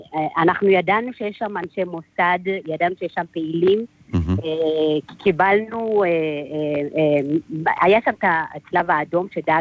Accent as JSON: {"language": "Hebrew", "town": "Pardes Hanna-Karkur", "region": "Haifa District", "country": "Israel", "tie": "born there", "also_born_or_lived": "Ethiopia / Sudan", "said": "אני תושבת פרדס חנה, רוב חיי גדלתי פה"}